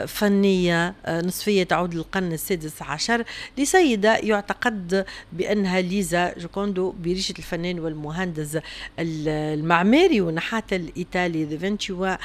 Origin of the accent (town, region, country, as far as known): Tunisia